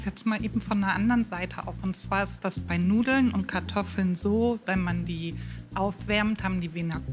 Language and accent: German; Nordenham, Lower Saxony, Germany; Nordenham.